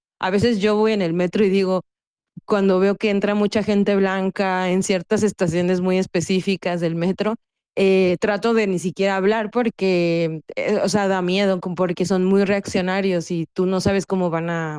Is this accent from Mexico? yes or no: yes; Mexico; moved away as an adult; now in Spain; también para mí como mexicana sí que fue más difícil porque la gente mexicana aquí en España, bueno, cuando yo llegué habíamos pocos